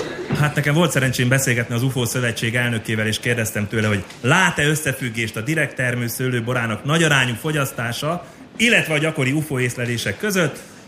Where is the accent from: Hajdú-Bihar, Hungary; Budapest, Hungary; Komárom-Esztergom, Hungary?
Hajdú-Bihar, Hungary; Debrecen; Debrecenből jöttem, köztudottan ez egy város.